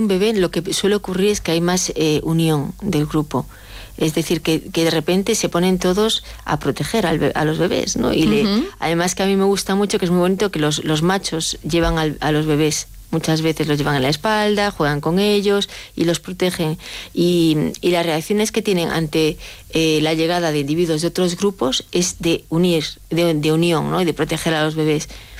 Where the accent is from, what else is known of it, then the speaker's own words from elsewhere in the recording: Galicia, Spain; Yo lo describo muchas veces como yo soy gallega, ¿no? los gallegos estamos en Galicia. Bueno, yo no estoy en Galicia ahora, pero tenemos un, no tengo mucho acento, pero yo antes tenía acento.